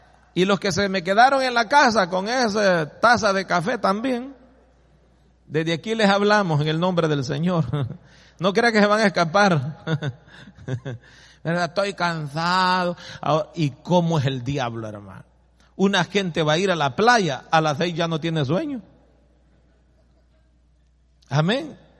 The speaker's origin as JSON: {"language": "Spanish", "country": "El Salvador", "moved": "as an adult", "lives_now": "United States", "said": "de lo que yo ganaba en El Salvador para venirme para los Estados Unidos. En el 97, 98, lo que yo ganaba allá."}